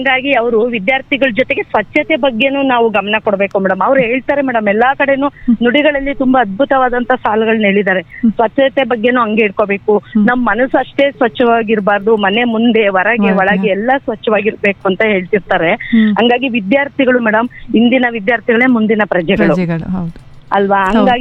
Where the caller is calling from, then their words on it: Nerlagundi, Karnataka, India; ನೇರ್ಲಗುಂಡಿಯಿಂದ.